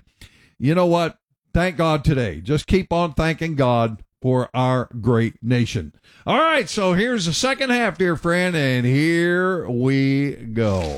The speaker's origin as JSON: {"language": "English", "country": "United States", "said": "No, I'm an American, and I want to stand up for principle."}